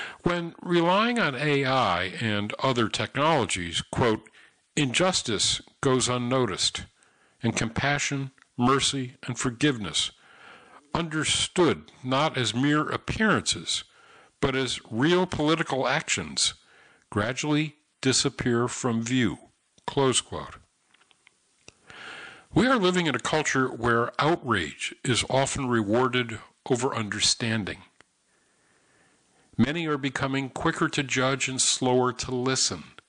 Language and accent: English; Syracuse, New York, United States; And actually, as a kid growing up in Syracuse, New York, Syracuse had a baseball team, longstanding, the Syracuse Chiefs